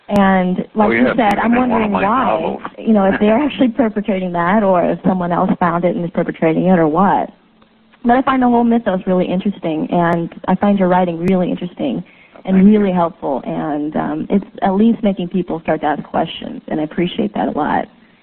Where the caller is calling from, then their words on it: Portland, Oregon, United States; I'm calling from Portland, Oregon.